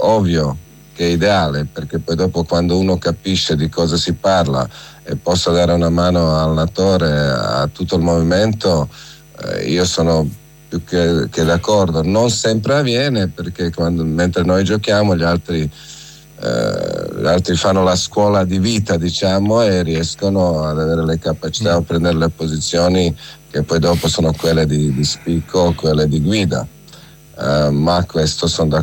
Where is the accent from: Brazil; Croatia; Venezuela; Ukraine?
Croatia; Quindi seppur sono croato, però mio padre aveva una ossessione di Rivera.